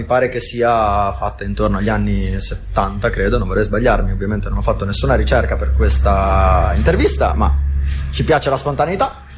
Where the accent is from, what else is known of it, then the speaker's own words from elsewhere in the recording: Bologna, Emilia-Romagna, Italy; perché siamo bolognesi